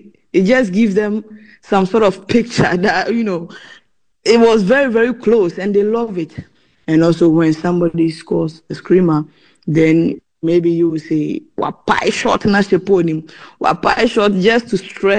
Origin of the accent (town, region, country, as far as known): Ghana